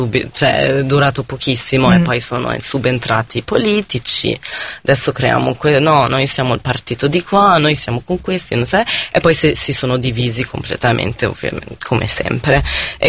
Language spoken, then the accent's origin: Italian; North Governorate, Lebanon; accent: northern / Tripoli; Italian is a second language; moved away as an adult; also born or lived in Beirut; il tuo accento è del nord o è di Tripoli, e quindi lo sanno subito che non sei di Beirut